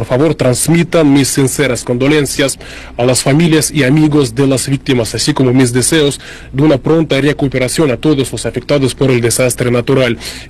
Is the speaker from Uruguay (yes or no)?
no; Russia; como ruso en Rusia